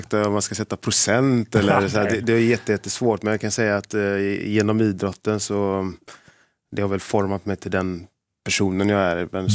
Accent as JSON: {"language": "Swedish", "town": "Gothenburg", "region": "Västra Götaland County", "country": "Sweden", "tie": "born or raised there", "said": "i Angered där jag växte upp"}